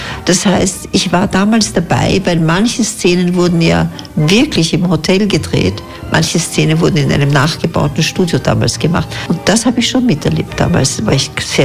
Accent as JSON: {"language": "German", "region": "Vienna", "country": "Austria", "tie": "born or raised there", "said": "ich bin Wienerin, ich war in der Schule in Wien, ich habe studiert in Wien, da kenne ich wahnsinnig viele Leute."}